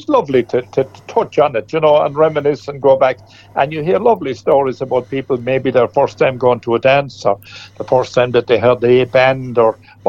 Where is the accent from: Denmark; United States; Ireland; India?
Ireland; born there; I was born out in the Front Strand